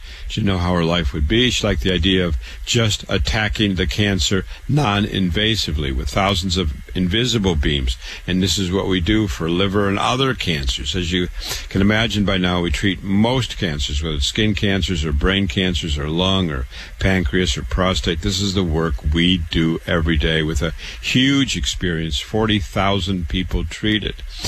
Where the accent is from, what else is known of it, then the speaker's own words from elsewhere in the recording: Waterloo, Iowa, United States; now in New York City, United States; I want to tell you a little bit about myself. I was born in Waterloo, Iowa. I was born and raised there.